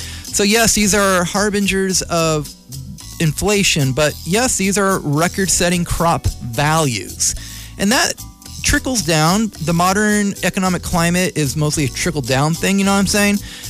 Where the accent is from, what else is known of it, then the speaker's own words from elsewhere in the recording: Vallejo, California, United States; also born or lived in Benicia, California / Crockett, California; I'm from Vallejo, Benicia, American County, and Crockett. This is where I'm from. This is part of the Bay Area.